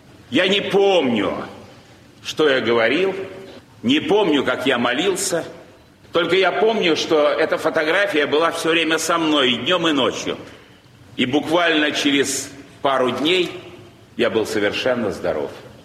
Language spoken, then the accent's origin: Russian; Saint Petersburg, Russia; Я родился здесь, в Петербурге, в благочестивой семье. Мой отец был священником. Жили мы очень стесненно материально в послевоенном Ленинграде, практически в одной комнате, в коммунальной квартире.